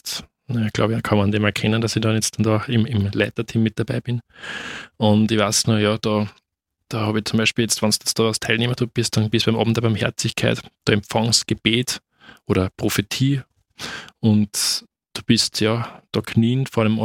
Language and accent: German; Upper Austria, Austria; ich komme aber eher aus dem Bereich Welsland, also ich bin jetzt auch kein gebürtiger Linzer.